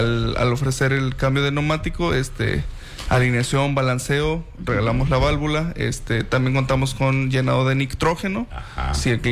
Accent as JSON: {"language": "Spanish", "town": "Orizaba", "region": "Veracruz", "country": "Mexico", "said": "no soy de aquí. Soy de Orizaba, Veracruz."}